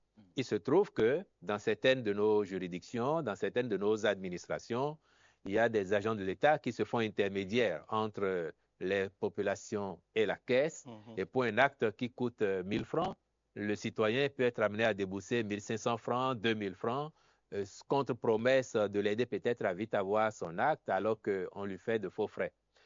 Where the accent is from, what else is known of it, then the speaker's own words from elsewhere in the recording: Benin; en tant que Béninois